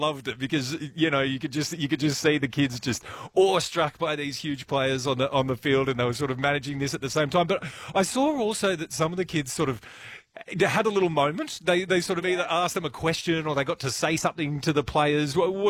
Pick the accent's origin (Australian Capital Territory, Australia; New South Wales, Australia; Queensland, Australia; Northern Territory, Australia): Australian Capital Territory, Australia; Canberra; I remember when I was growing up in Canberra, my mum had a few restaurants, a few shops around Canberra.